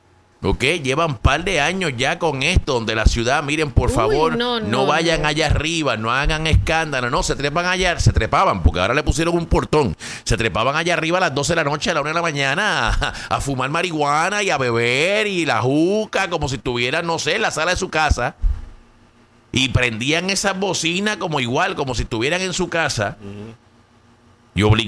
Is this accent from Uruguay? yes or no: no; Caguas, Puerto Rico; now in Pennsylvania, United States; yo soy de Cagua